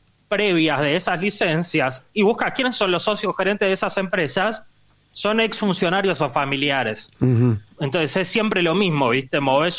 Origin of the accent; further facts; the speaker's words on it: Argentina; Y yo como argentino, me daba una vergüenza contestarle